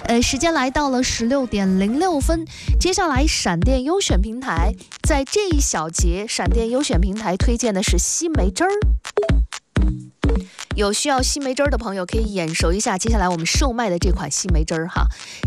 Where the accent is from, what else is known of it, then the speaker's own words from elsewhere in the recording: Tengzhou, Shandong, China; 我们都是山东人，是不是？比如说我的老家是山东滕州的